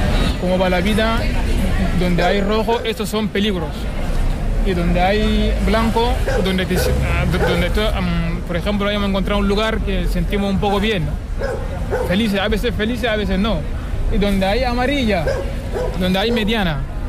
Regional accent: Lac, Chad; Spanish is a second language; moved away; also born or lived in N'Djamena / Egypt / Libya; Yo soy de Chad, yo nací en capital, se llama N'Djamena, pero desde pequeño fui a vivir con mi abuelo, en un lago de Chad que se llama Lago, y por ahí es desierto

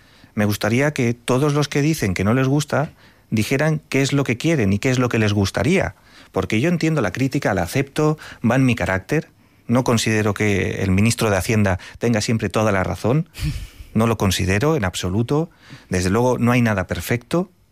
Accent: Valencia, Valencian Community, Spain; yo soy de Valencia.

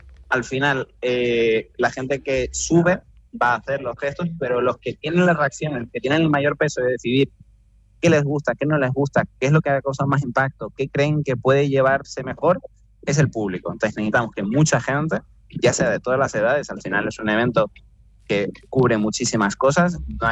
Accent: Santa Cruz de Tenerife, Canary Islands, Spain; now in Gran Canaria, Spain; trabajando aquí en Gran Canaria, yo soy chicharrero

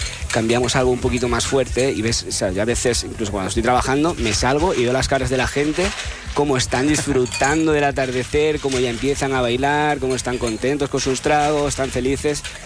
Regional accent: Casar de Cáceres, Extremadura, Spain

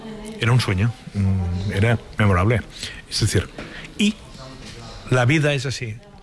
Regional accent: Barcelona, Catalonia, Spain; Yo soy de San Andreu, que es un barrio que está bastante lejos

